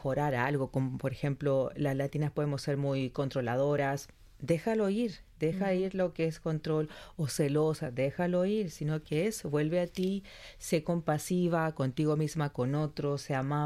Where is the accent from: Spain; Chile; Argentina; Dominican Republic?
Chile; Entonces ya el español es muy diferente. Yo soy chilena. Por tanto, ya tenía que empezar a hablar un español más neutro.